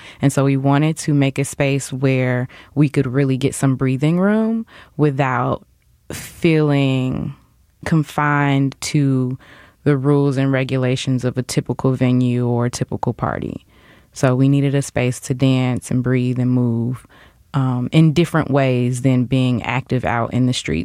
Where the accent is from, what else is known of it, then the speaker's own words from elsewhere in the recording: Chicago, Illinois, United States; moved away; also born or lived in St. Louis, Missouri / Tampa, Florida; I'm from the west side of Chicago, North Lawndale to be exact. I didn't live here my whole life. I actually lived in St. Louis for 3 years and Tampa, Florida for 8. And I moved back here about 8 years ago.